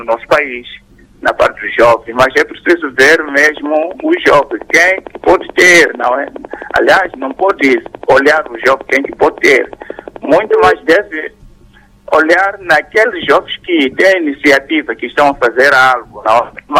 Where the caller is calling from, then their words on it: Mozambique; Aqui falo … falo de Flangulo.